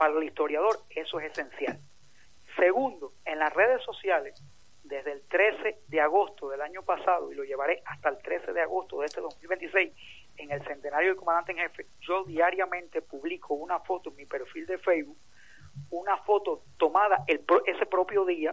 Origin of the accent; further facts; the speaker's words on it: San Germán, Holguín, Cuba; born there; el primer día que yo lo vi en mi pueblo